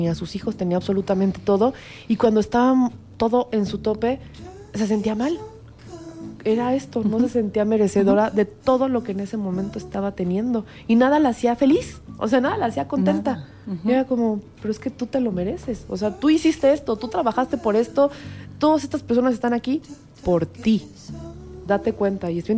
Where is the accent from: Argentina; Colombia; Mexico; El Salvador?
Mexico; Que en este caso pues somos mexicanos